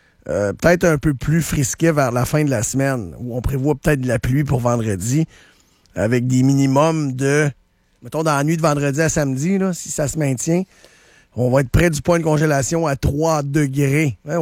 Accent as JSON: {"language": "French", "region": "Quebec", "country": "Canada", "said": "je suis allé exercer mon droit de vote hier dans mon comté, je suis de la Chaudière."}